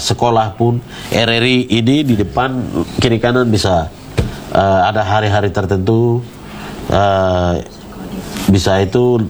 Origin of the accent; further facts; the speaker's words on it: Papua, Indonesia; Nah, kita Papua ini, kita jaga, kita punya hutan, tapi kenapa kita tidak dapat jasa itu?